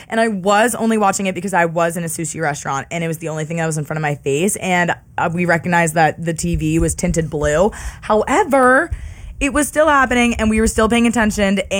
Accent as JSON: {"language": "English", "region": "Pennsylvania", "country": "United States", "moved": "yes", "said": "I'm from Pennsylvania"}